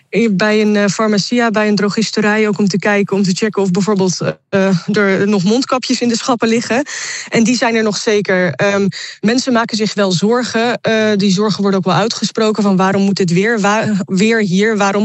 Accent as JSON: {"language": "Dutch", "country": "Spain", "second_language": "Dutch", "said": "Dus als we kunnen helpen, moeten wij dat als Spanjaarden zeker doen."}